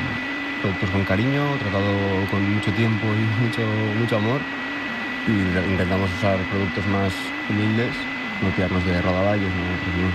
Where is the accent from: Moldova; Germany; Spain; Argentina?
Spain; San Sebastián, Basque Country; now in Bilbao, Spain